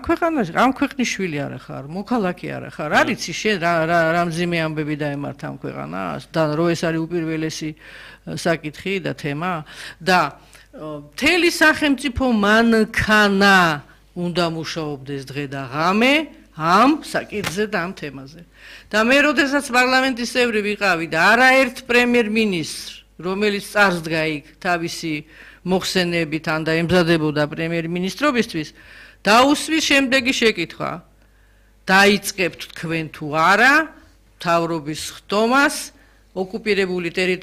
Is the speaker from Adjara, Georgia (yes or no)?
no; Sukhumi, Abkhazia, Georgia; born there; moved away; სოხუმში დაბადებული ადამიანი ამდენი წელი პოლიტიკაში ვარ.